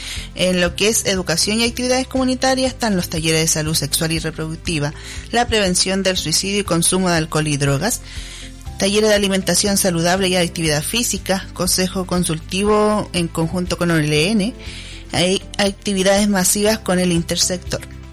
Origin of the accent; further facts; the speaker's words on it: Santiago, Santiago Metropolitan Region, Chile; moved away as an adult; now in Cochamó, Chile; De Santiago. Estudié en la Universidad Mayor, en Huechuraba. Nací y criada en Santiago y de ahí vine a vivir para acá. Pero tengo raíces acá porque mi mamá es de acá. Toda la familia materna.